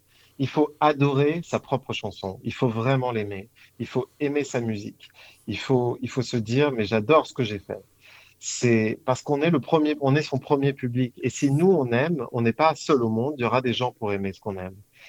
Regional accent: Paris, Île-de-France, France; parce que je suis parisien

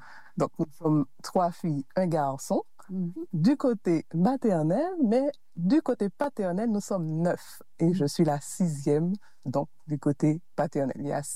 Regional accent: Le Robert, Martinique; Eh bien, j'ai grandi au Robert. Hein? Je suis née en Martinique.

